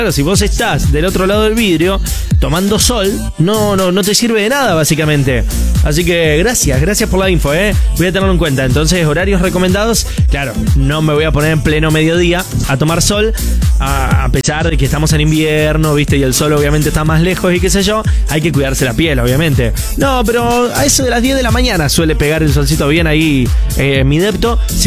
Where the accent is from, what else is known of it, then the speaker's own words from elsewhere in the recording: Rosario, Santa Fe, Argentina; le conté que soy de Rosario